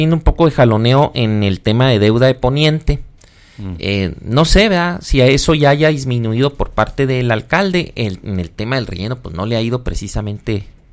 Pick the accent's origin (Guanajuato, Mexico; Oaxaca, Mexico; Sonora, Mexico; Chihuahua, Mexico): Chihuahua, Mexico; Madera; born there; now in Ciudad Juárez, Mexico; por adopción, porque nací en Madera.